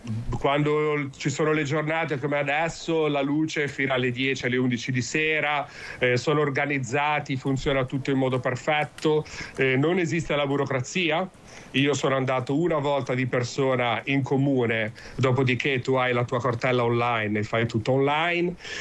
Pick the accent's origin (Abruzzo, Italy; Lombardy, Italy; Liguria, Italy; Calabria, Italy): Liguria, Italy; Savona; now in Netherlands; Io sono dalle Fornaci a Savona, quindi una via sul mare.